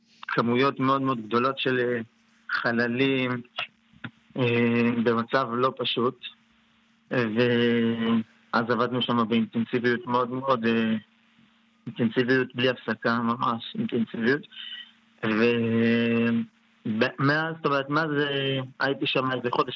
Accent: Ashdod, Southern District, Israel; אנחנו מאשדוד.

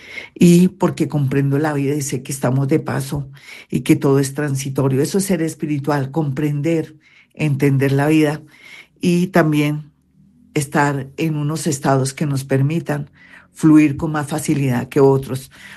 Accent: Colombia

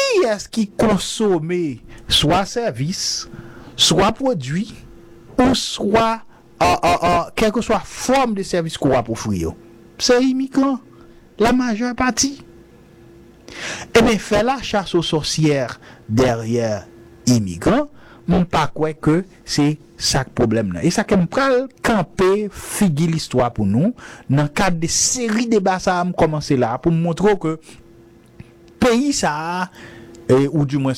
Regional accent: Haiti; Mais haïtiens sont peuple qui est très conservateur.

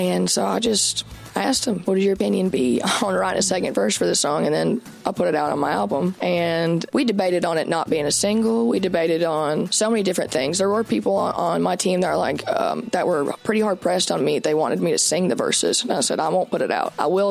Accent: Alabama, United States; We grew up on all the same kind of music, and we're both from Alabama

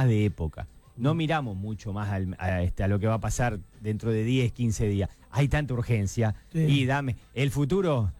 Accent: Argentina; Yo estuve en mi país, en Argentina, y acá escucho lo mismo, en Uruguay. Se ve que los rioplatenses pensamos de la misma forma.

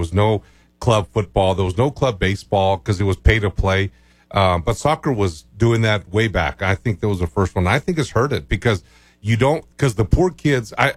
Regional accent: Chama, New Mexico, United States; I hate to say it's growing up in Chama, but my first recollection.

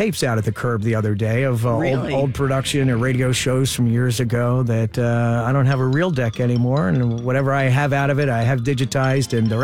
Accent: United States; the house I grew up in on Bryn Mawr Avenue here in Ballard-Kinwood, my parents' basement

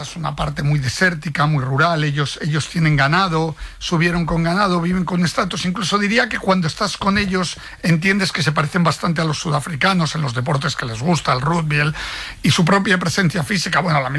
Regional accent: Italy; Yo soy también italiano, mi mujer es italiana, probablemente.

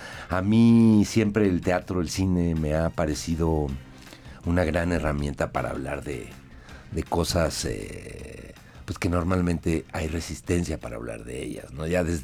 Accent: Mexico City, Mexico; Sí, aquí he vivido siempre, aquí me eduqué y soy mexicano.

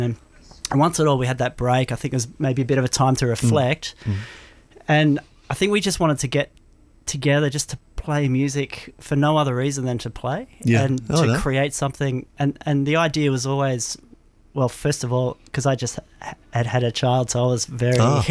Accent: Adelaide, South Australia, Australia; I'm from Adelaide

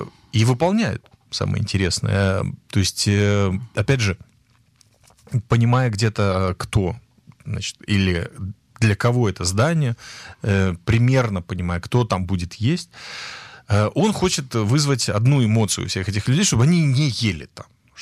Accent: Latvia; moved away; я сам из Латвии

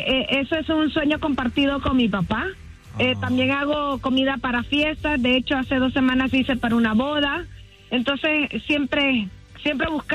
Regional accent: Managua, Nicaragua; Sí, de hecho, soy de Nicaragua, de la capital de Managua.

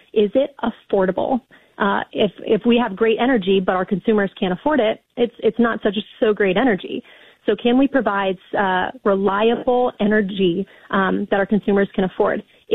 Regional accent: Ohio, United States; I use the example, I'm from Ohio. If you put a ton of solar panels here in Ohio

